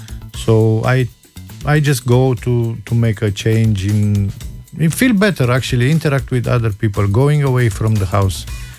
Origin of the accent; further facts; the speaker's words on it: Romania; moved away; I'm from Romania. I used to leave the country a long time ago, like more than 17 years ago.